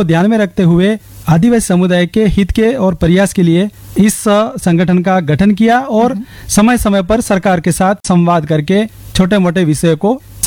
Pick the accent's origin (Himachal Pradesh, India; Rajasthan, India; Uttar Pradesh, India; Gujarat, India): Rajasthan, India; Sundrav, Anandpuri, Banswara district; ग्राम पंचायत सुंदराव, आनंदपुरी, बांसवाड़ा जिले का रहने वाला हूँ।